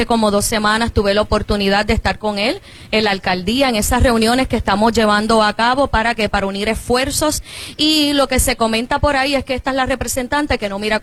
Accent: Puerto Rico; Aquí estuvo el alcalde de mi pueblo, Cristian Cortés

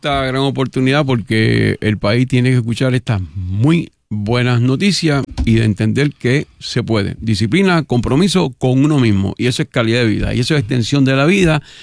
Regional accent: Puerto Rico; como puertorriqueños nos hace falta disfrutar la vida

